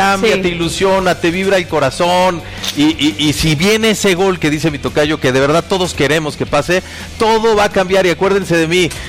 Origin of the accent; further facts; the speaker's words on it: Mexico; así somos los mexicanos.